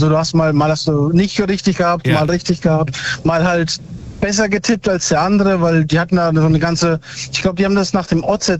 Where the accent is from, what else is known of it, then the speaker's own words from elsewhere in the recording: Schenkelberg, Rhineland-Palatinate, Germany; Schenkelberg war das.